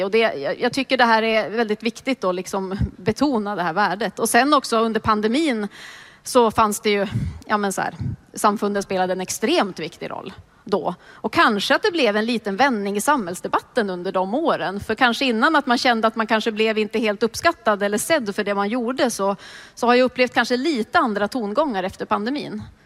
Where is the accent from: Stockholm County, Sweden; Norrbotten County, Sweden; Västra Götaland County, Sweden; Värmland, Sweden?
Norrbotten County, Sweden; Luleå; Jag har ju sportat mycket som barn, mycket tennisklubben i Luleå hängde jag mycket med